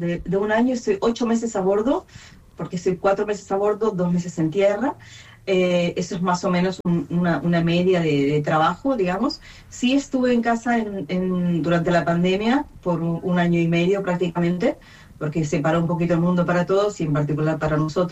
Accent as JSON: {"language": "Spanish", "region": "Patagonia", "country": "Argentina", "moved": "yes", "said": "Y lo digo, soy de Patagonia, Argentina."}